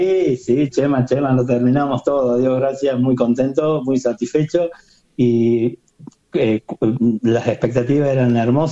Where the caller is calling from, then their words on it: Traslasierra, Córdoba, Argentina; somos todos de Tras la Sierra, algunos de Villa Dolores, pero la mayoría son de Nono, Villa Cura Brochero, Mina Clavero, Salsacate